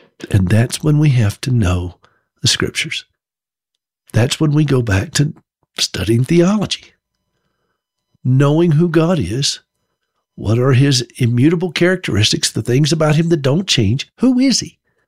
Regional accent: South Carolina, United States; And by the way, I grew up in South Carolina. There's a town named Berea there.

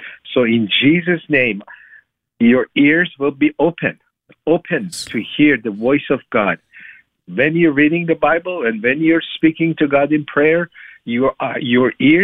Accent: Iran; moved away as an adult; now in United States; I'm a Muslim background believer. I was born in Iran. I'm from Iran and was Muslim, pretty devout in my early years.

